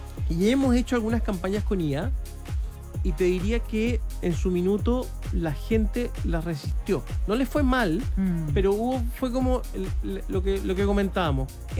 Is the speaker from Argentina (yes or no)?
no; Chile